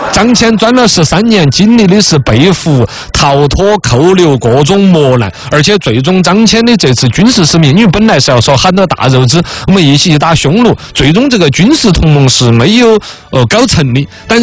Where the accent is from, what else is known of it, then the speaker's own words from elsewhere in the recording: China; 我们中国人